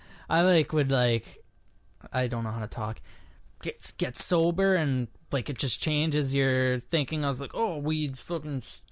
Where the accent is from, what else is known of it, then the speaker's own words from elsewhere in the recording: Assiniboia, Saskatchewan, Canada; I'm from Assiniboia.